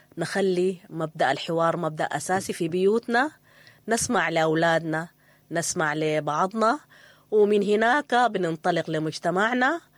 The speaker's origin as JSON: {"language": "Arabic", "country": "Sudan", "said": "احنا كلنا سودانيين"}